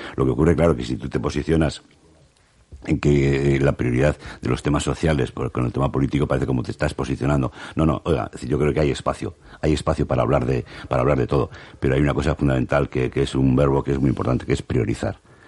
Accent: Basque Country, Spain; A mí, como ciudadano vasco

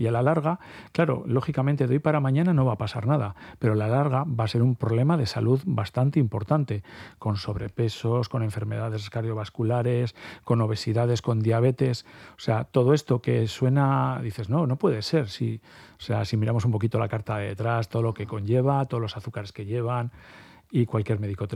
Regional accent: Bilbao, Basque Country, Spain; Yo soy bilbaíno 100%

